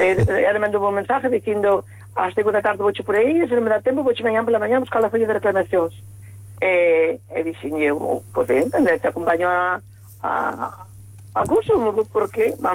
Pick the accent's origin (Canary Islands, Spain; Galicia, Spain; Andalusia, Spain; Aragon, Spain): Galicia, Spain; porque yo soy así, gallega de pura cepa.